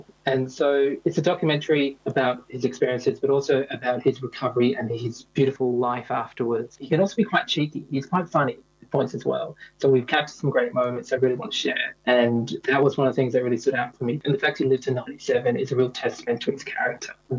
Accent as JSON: {"language": "English", "town": "Perth", "region": "Western Australia", "country": "Australia", "moved": "as an adult", "lives_now": "Sydney, Australia", "said": "I'm originally from Perth. I came over to Sydney to kind of study and to escape my very large family of six kids, my siblings, not my kids. Ended up staying in Sydney after graduating from Afters."}